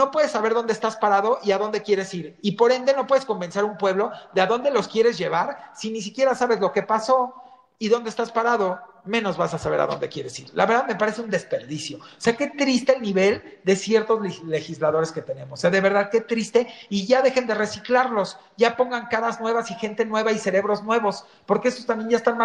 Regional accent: Mexico; la mayoría de los mexicanos y mexicanas coincidimos

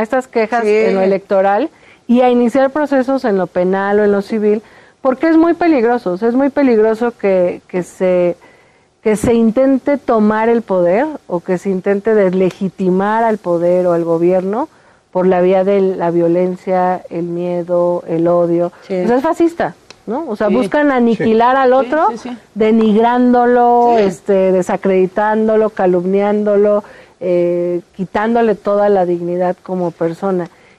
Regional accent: Mexico; como mexicanas y mexicanos

